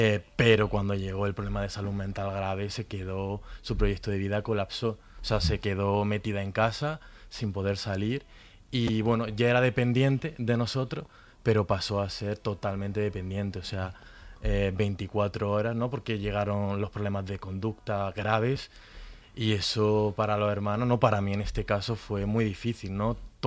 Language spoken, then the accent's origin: Spanish; Granada, Andalusia, Spain